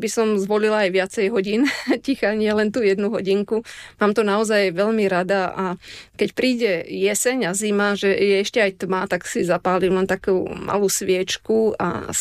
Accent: Ludrová, Žilina Region, Slovakia; moved away; je to moja rodná dedina, ale je tam proste srdce, korene. Moji prarodičia pochádzajú z tej dediny a som tam zakorenená.

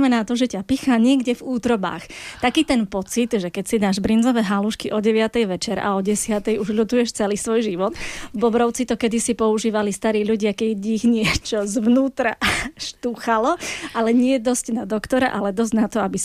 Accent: eastern Slovakia, Slovakia; aj keď som z východného Slovenska

